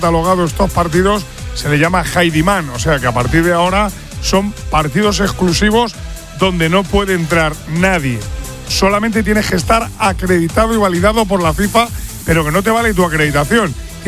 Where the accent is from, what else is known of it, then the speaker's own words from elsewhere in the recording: Spain; pero nosotros somos los españoles, les hemos ganado las últimas tres veces.